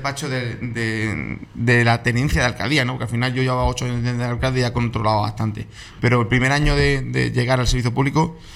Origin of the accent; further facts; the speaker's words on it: María, Andalusia, Spain; Yo creo que mi familia y yo somos más felices allí y por eso decido vivir allí. Creo que mis hijos quiero que crezcan como yo crecí en su día y por eso decido que mi proyecto de vida pues sea en mi pueblo